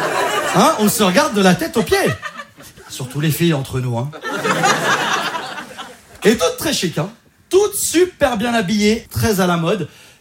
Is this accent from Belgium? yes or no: no; Auvergne-Rhône-Alpes, France; Moi, je viens de Savoie, d'un petit village de montagne. Alors, j'ai envie de vous dire, petit village classique. Tout le monde connaît tout le monde.